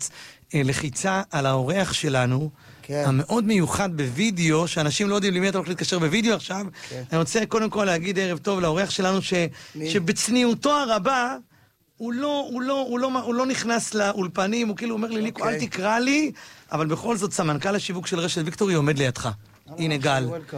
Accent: Bat Yam, Tel Aviv District, Israel; גם אני גדלתי בבת ים.

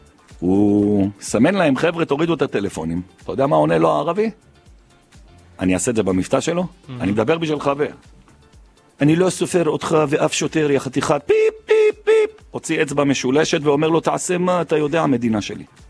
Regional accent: Jerusalem, Jerusalem District, Israel; בתור ירושלמים, אנחנו סובלים סבל מטורף.

